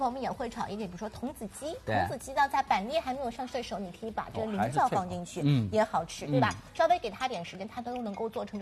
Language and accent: Chinese; Shanghai, China